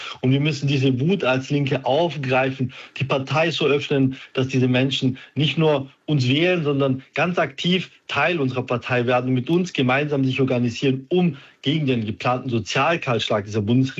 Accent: Waiblingen, Baden-Württemberg, Germany; oder in meiner Heimatstadt Waiblingen, wo Bosch Beschäftigte ebenfalls das Werk geschlossen wird

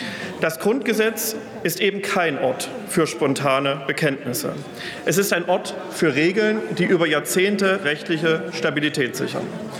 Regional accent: Weimar, Thuringia, Germany; born there; Ich wurde in Weimar geboren und wer aus Weimar kommt, der lernt sehr früh, Verfassungen sind keine Wunschzettel.

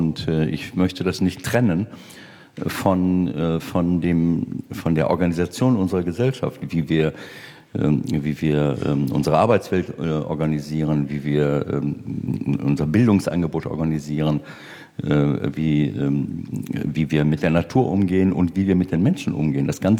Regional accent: North Rhine-Westphalia, Germany

